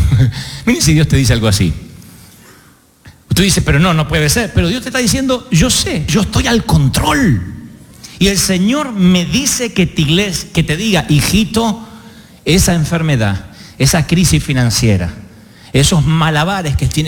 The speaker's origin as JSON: {"language": "Spanish", "country": "Argentina", "said": "Porque somos argentinos."}